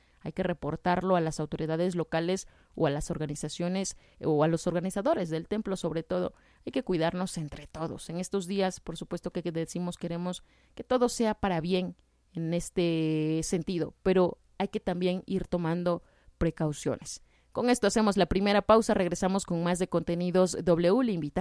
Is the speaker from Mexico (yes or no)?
yes; Oaxaca, Mexico; ¿Y qué tenemos que hacer nosotros como, pues, oaxaqueños, como locales?